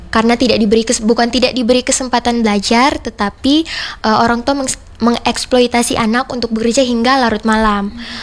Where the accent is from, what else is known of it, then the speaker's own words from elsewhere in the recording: East Nusa Tenggara, Indonesia; Sebagai anak Indonesia dan juga anak Provinsi Nusa Tenggara Timur, saya bersyukur dan senang hidup sebagai anak Indonesia dan juga anak NTT.